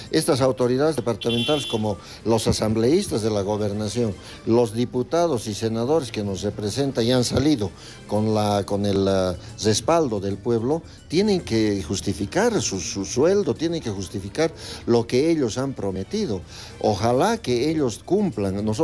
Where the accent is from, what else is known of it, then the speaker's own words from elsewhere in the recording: Bolivia; Somos bolivianos